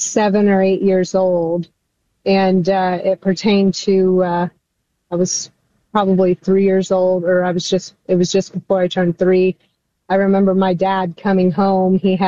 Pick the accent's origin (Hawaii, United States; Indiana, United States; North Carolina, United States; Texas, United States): Indiana, United States; Kokomo; growing up in Kokomo, where the UAW is so prevalent.